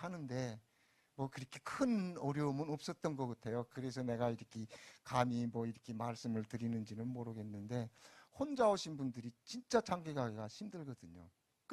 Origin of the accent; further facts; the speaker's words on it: North Korea; now in South Korea; 저는 그게 탈북자로서 제일 가슴이 아픕니다.